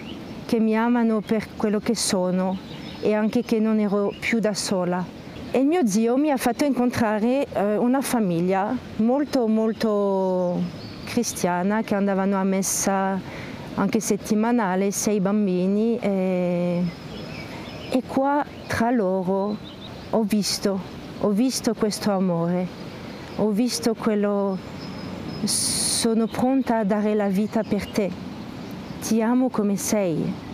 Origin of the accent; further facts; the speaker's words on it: France; Italian is a second language; now in Italy; sono cresciuta in Francia, in una famiglia dove Dio non c'era proprio. C'era di tradizione perché la mia madre è polacca, quindi sono stata battezzata alla comunione